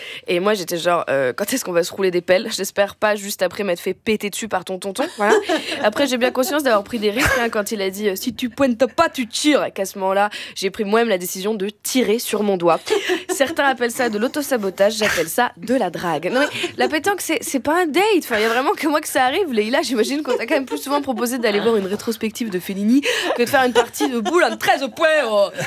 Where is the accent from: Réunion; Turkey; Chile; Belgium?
Réunion; now in France; Moi, j'ai découvert la pétanque dans le sud de la France quand je suis arrivée de La Réunion.